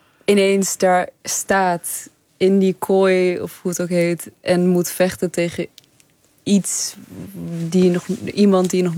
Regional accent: Netherlands; Oh nee, ik ben wel Nederlands. Of oh nee, ik kan wel Nederlands spreken. Ja. Oh, mijn accent is niet...

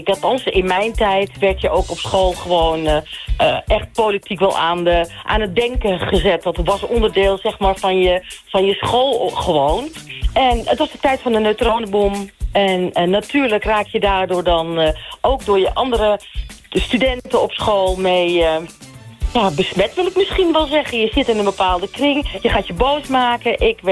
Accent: Nijmegen, Gelderland, Netherlands; Ik ben opgegroeid in Nijmegen. En Nijmegen is een toch progressieve studentenstad.

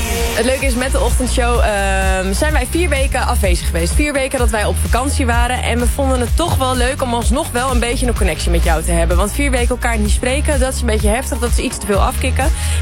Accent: 's-Hertogenbosch, North Brabant, Netherlands; Ik heb deze zomer familie uit Nieuw-Zeeland op bezoek gehad in mijn thuisstad Den Bosch.

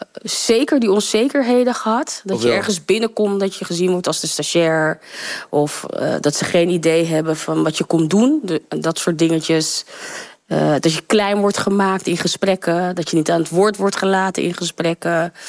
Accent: Paramaribo, Suriname; accent: Haarlem; now in Haarlem, Netherlands; Ik kom van Paramaribo in Haarlem. Sommigen vonden dat ik een Haarlems accent had.

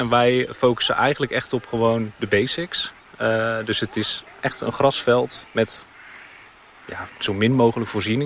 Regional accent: Zeeland, Netherlands; moved away; also born or lived in The Hague; We komen wel allebei van origine natuurlijk uit Zeeland.

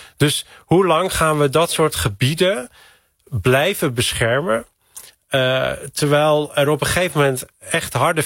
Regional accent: Texel, North Holland, Netherlands; waar ik vandaan kom, op Texel

